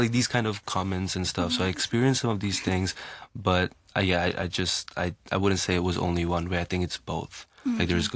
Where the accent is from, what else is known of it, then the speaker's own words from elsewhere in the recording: Hong Kong; growing up in Hong Kong, because Hong Kong is an international city